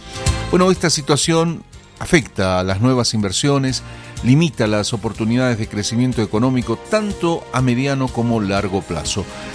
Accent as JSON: {"language": "Spanish", "country": "Bolivia", "said": "yo soy boliviano, tengo todo el derecho de transitar por las rutas que el país tiene"}